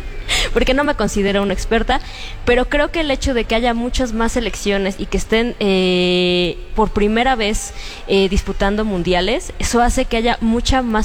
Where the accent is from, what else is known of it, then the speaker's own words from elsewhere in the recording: Mexico; Pero ¿sabes qué? Somos mexicanos.